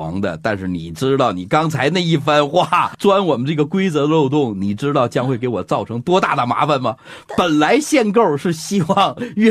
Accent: Northeast China, China; accent: Northeastern; 用咱们东北话讲，就是他的优点，就是大鼻子他爹老鼻子了，老多了

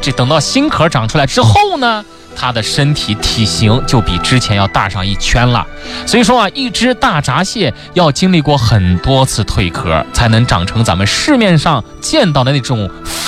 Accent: China

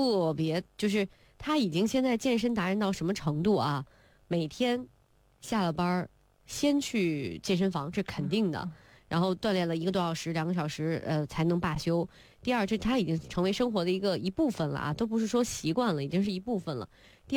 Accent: China

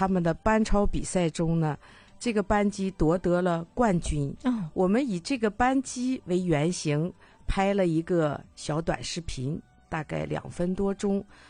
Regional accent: Dalian, Liaoning, China; 那种身为一个大连人的骄傲，

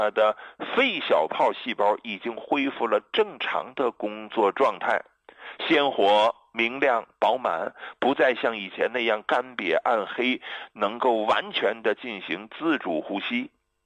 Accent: China; 我想教育教育他们，也让他们知道啊，我们中国人不是好欺负的。

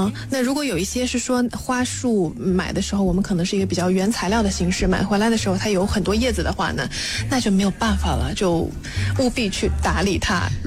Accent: China; 但是我们中国人会对菊花有一些忌讳

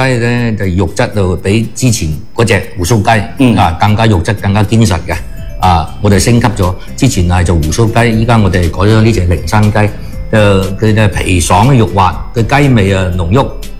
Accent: Guangdong, China; 我哋廣東人

